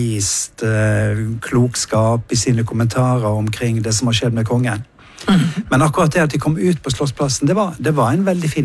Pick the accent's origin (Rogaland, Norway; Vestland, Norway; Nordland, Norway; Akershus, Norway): Vestland, Norway; Dale; hjemme der jeg vokste opp på Dale